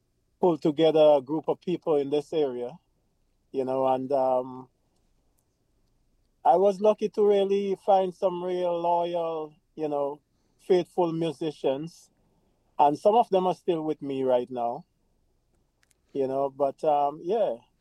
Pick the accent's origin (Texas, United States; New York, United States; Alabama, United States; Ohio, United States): New York, United States; New York City; now in D.C. area, United States; I moved here from New York City where we had … Me and a childhood friend of mine grew up and we put that band together up in New York. And then I had to move to the D.C. area.